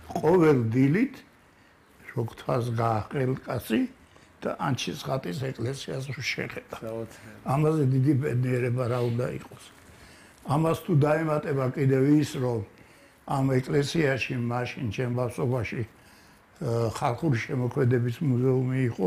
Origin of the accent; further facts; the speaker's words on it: Tbilisi, Georgia; დავიბადე და გავიზარდე ტრადიციულ თბილისურ უბანში, სადაც ერთმანეთის მოგზალება, ერთმანეთის სიყვარული პატივისცემა უმაღლეს დონეზე იყო.